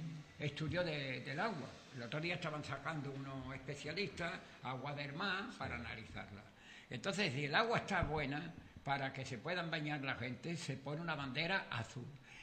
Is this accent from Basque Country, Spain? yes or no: no; Sanlúcar de Barrameda, Andalusia, Spain; que yo soy de Sanlúcar